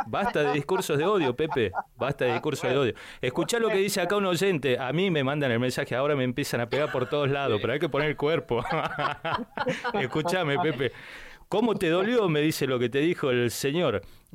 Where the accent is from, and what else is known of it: Argentina